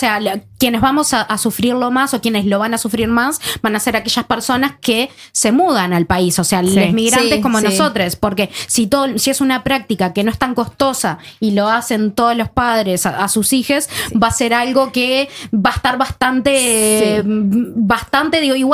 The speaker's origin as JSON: {"language": "Spanish", "country": "Uruguay", "lives_now": "Norway", "said": "yo como uruguaya, de que está muy acostumbrada al sistema de cooperativas y a esto de que tenés que tener antigüedad, una de las primeras cosas que hice acá en Noruega fue hacerme socia de OVOS."}